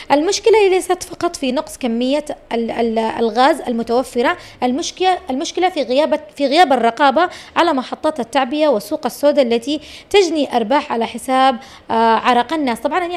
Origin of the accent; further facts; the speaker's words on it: Aden, Yemen; مدينتنا الحبيبة عدن